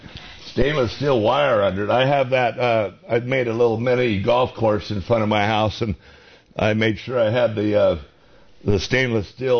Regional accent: California, United States; I took care of a lot of vineyards in my day, and pears growing up in Mendocino County.

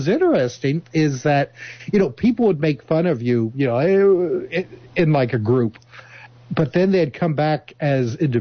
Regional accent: Indiana, United States; You know, born and raised in Indiana, I was interested in, you know, like race cars, Indianapolis 500

